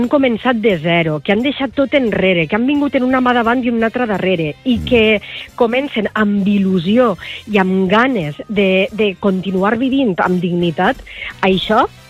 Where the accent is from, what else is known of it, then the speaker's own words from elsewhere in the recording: Valencian Community, Spain; Com som els valencians